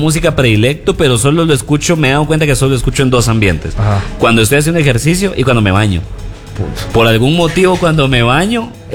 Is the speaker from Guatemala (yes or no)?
yes; Guatemala City, Guatemala Department, Guatemala; No, no soy de Pinares. Ese no era el gimnasio del que estaba hablando. Pero yo sé, y sé porque crecí en la zona 18, que en todas nuestras colonias lindas de la zona 18 hay unos gimnasios que son unas joyas.